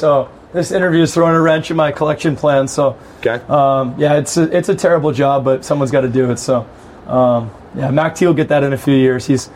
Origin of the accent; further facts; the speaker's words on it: Toronto, Ontario, Canada; I just think that, like, growing up in Toronto area, like, there's just so much hockey available, right?